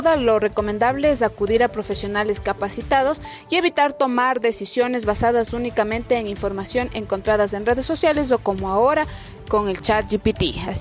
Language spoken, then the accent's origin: Spanish; Ecuador; nuestra identidad como ecuatorianos.